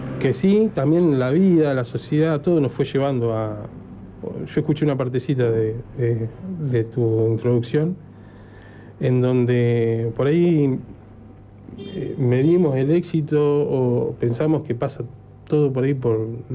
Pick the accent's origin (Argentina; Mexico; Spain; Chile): Argentina; Junín, Buenos Aires Province; La adolescencia la pasé en Junín, provincia de Buenos Aires.